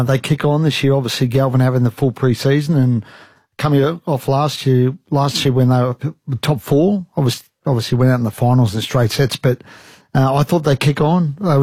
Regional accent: Queensland, Australia; I'm a Queenslander

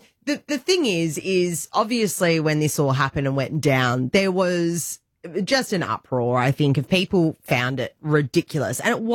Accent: Australia; You know me. I'm an Aussie B-girl.

